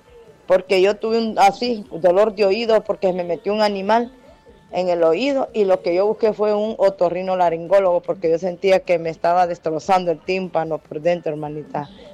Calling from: El Progreso, Yoro, Honduras; del Progreso Lloro

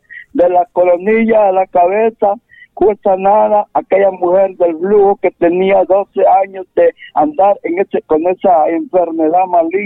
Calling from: San Luis, Santa Bárbara, Honduras

